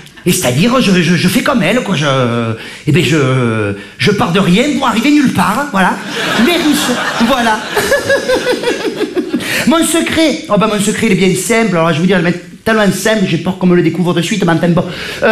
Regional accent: Provence-Alpes-Côte d'Azur, France

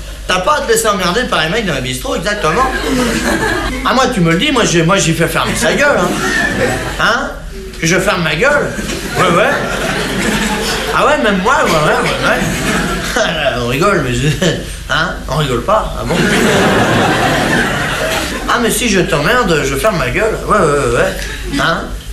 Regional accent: France; Ouais, ben je suis bien blasé, hein, je suis français.

